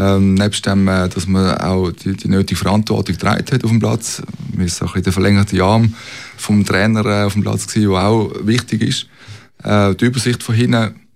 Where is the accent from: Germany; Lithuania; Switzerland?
Switzerland; Basel, Basel-Stadt; Und für mich als Basler hat es nur den FCB gegeben